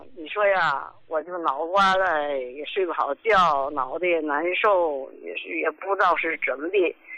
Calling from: Qinhuangdao, Hebei, China; 我是秦皇岛的患者

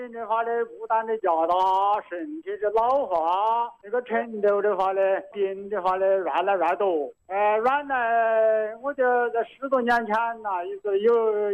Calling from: Macheng, Hubei, China; 我是麻城啊。

